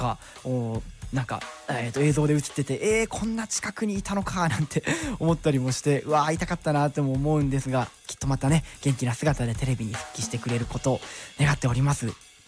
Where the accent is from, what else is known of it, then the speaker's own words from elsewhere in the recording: Sendai, Miyagi, Japan; 僕地元の仙台の方では仙台国際ハーフマラソンもあったということで、